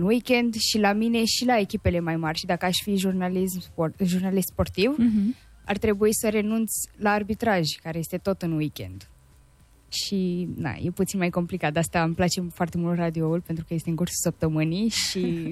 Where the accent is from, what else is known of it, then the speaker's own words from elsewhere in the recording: Bucharest, Romania; Sunt, eu nu, sunt din București.